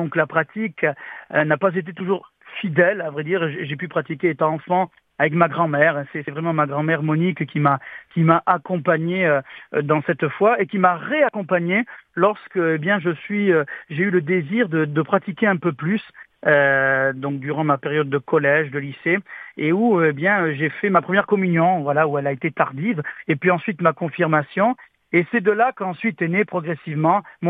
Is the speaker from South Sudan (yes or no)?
no; Tarascon, Provence-Alpes-Côte d'Azur, France; qui était curé de ma paroisse, d'où je suis originaire, donc de Tarascon, de Provence